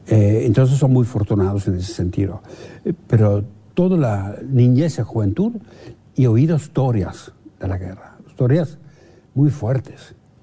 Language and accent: Spanish; Netherlands; Spanish is a second language; moved away; un pie en un continente, un pie en otro continente, y no sabes muy bien dónde está tu casa, sabes de dónde venís y de dónde estás ahora. Pero ¿cómo te sentís? Yo creo que me siento aún holandés, en todos los sentidos, pero entiendo perfectamente todo lo que pasa acá.